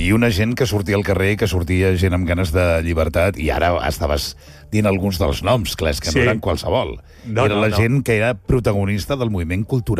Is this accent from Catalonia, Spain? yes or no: yes; Premià de Dalt, Catalonia, Spain; now in Barcelona, Spain; jo soc de Premià de Dalt, i vaig venir a viure molt, molt jovenet a Barcelona